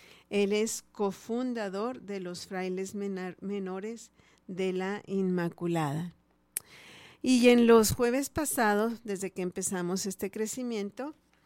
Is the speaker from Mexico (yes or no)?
yes; Mexico; orar por nuestra patria, orar por nuestro país, por México